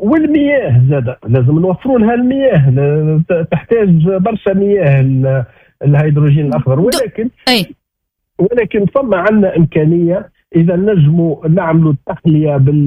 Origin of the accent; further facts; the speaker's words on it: Tunisia; احنا في تونس